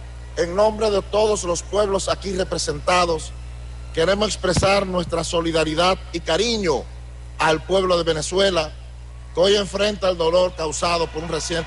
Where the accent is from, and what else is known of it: Dominican Republic